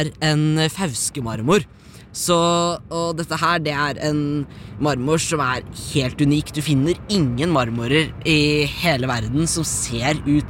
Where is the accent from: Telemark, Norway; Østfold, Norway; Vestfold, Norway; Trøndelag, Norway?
Telemark, Norway; Skien; Men jeg har vokst opp på Skien-siden av kommunegrensa, men det samme kalksteinen som blir solgt som porsgrunnsmarmor.